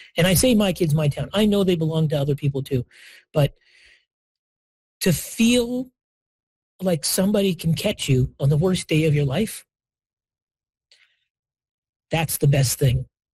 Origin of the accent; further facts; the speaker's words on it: Canada; also born or lived in Maritimes / British Columbia; consider myself someone from the Maritimes or someone from BC or all the different places I lived. I'm a Canadian.